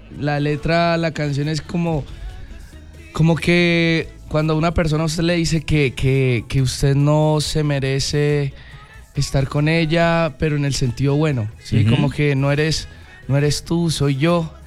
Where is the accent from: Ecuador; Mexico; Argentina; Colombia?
Colombia; Garzón, Huila; moved away as an adult; now in Medellín, Colombia; Soy de Garzón Huila. Actualmente vivo en Medellín, me fui hace 9 meses a vivir en Medellín.